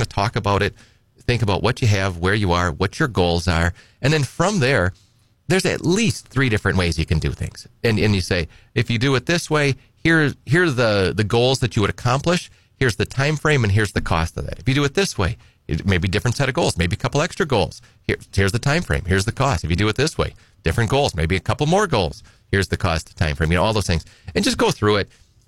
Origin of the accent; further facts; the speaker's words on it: Edgar, United States; I'm from Edgar